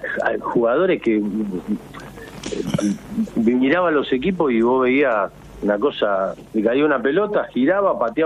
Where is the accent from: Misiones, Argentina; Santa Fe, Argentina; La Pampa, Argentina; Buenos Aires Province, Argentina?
Buenos Aires Province, Argentina; Haedo; Acá de la zona oeste, yo soy de Aedo, Blas vive muy cerca.